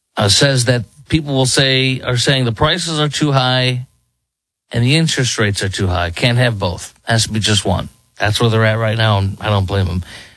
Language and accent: English; Chicago, Illinois, United States; Let's go to Chicago, my hometown.